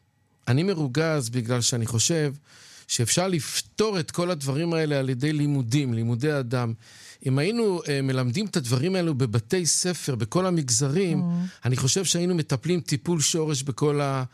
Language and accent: Hebrew; Bnei Brak, Tel Aviv District, Israel; born there; נולדתי שם, אבל אני מקווה לצאת במקומות אחרים, יותר טובים.